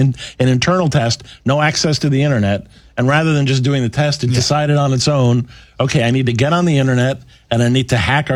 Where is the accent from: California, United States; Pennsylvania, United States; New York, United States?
New York, United States; I grew up on South Shore, Long Island, so it was right along the marsh, right along the water.